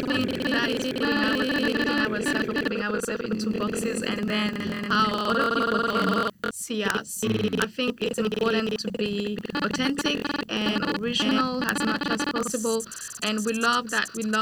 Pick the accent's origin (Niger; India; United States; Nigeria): Niger; I grew up in Niger